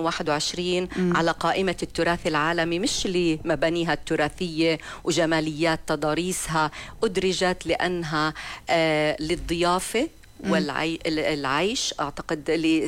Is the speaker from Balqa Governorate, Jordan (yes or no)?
yes; Salt, Balqa Governorate, Jordan; accent: Salti; حتى انا بدي ارجع استعيد لهجتي لانه احنا مع شغلنا بالخارج واختلاطنا مع يعني زملائنا من العربيه